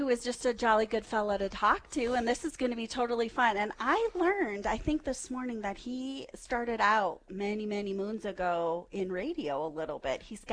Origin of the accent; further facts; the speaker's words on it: South Dakota, United States; I'm from Eastern South Dakota, too.